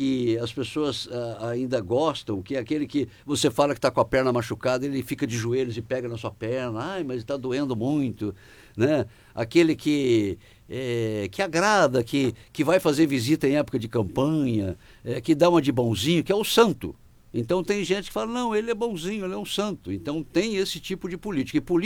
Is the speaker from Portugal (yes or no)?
no; Maringá, Paraná, Brazil; born there; trabalha em Maringá, onde eu nasci, sou maringaense, né?